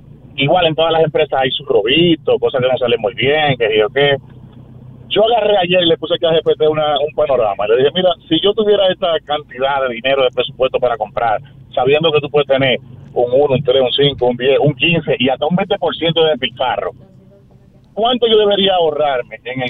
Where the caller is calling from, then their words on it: Dominican Republic; como ciudadano dominicano